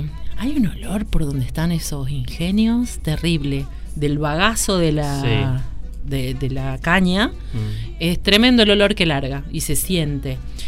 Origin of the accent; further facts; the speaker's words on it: Pichanal, Salta, Argentina; born there; now in General Rodríguez, Argentina; Pichanal es el pueblo donde yo nací. Es justo una localidad. Una localidad en la que se cruzan dos rutas.